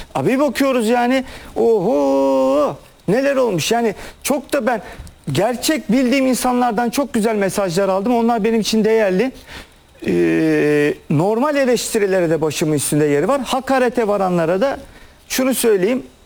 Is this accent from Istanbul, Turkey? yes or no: yes; Istanbul, Turkey; Şeref stadında çocukluğum geçti benim. Top oynadım. Denize girdim. Orada Necdet abilerle işte Ziya abilerle falan büyüdük biz ya. Biz Beşiktaş'ın içinde insanlarız.